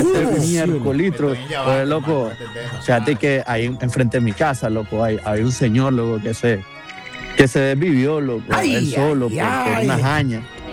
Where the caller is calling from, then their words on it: León, Nicaragua; yo soy de León, brother, y nosotros vivimos en la calle central, que son calles, casas de coloniales, o sabes, casas antiguas.